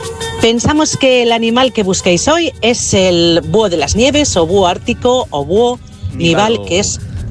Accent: Basque Country, Spain; Pero somos de Vizcaya.

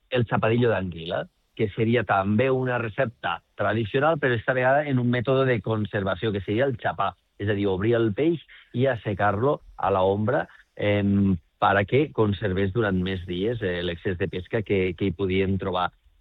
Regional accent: L'Aldea, Catalonia, Spain; born there; jo vaig néixer a l'Aldea

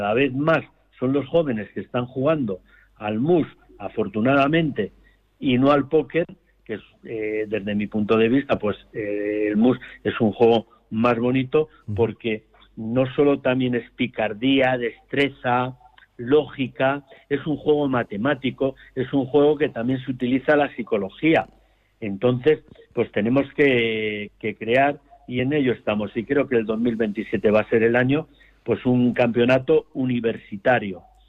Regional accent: Guadalajara, Castilla-La Mancha, Spain; varias generaciones, padre, abuelo, bisabuelo, tatarabuelos, pues somos de Guadalajara.

